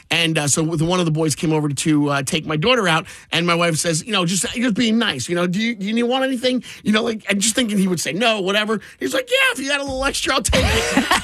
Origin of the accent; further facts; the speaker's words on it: New Jersey, United States; born there; I was born in St. Barnabas. That's where I was born.